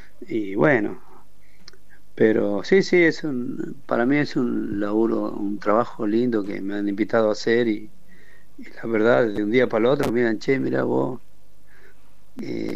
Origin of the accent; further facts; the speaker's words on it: Jujuy, Argentina; Es lo mismo que me pasó a mí cuando yo llegué de Jujuy, ¿no?